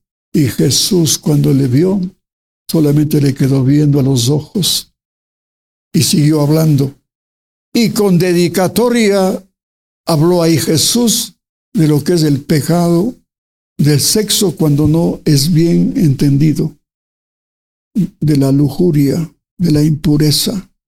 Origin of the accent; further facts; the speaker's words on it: Ecuador; querido sacerdote, soy extranjero, soy ecuatoriano, y me ahogo, ¿no?